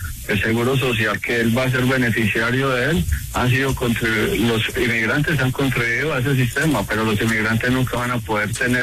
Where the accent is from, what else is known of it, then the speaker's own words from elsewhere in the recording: Antioquia, Colombia; Pero a ver, primero, somos de sangre paisa, sangre de arrieros. Yo fui ex militar en Colombia.